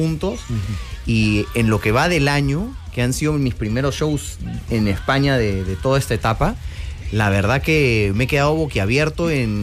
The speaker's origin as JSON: {"language": "Spanish", "region": "Lima", "country": "Peru", "said": "Yo soy de Perú."}